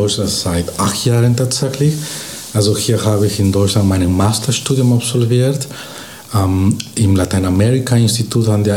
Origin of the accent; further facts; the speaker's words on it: Bolivia; German is a second language; moved away as an adult; Aber früher habe ich auch in Bolivien, wo ich herkomme, habe ich in Bolivien Politikwissenschaft auch in meinem Bachelor studiert und dort lang, also 6 Jahre im öffentlichen Dienst gearbeitet.